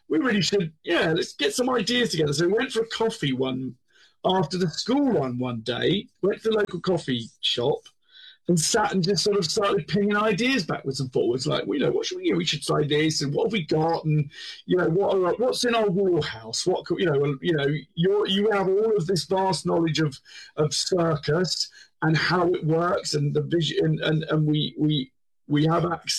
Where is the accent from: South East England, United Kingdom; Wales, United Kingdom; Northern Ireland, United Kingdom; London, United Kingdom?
South East England, United Kingdom; Eastbourne; We both, Renato and I, we're both from Eastbourne in East Sussex.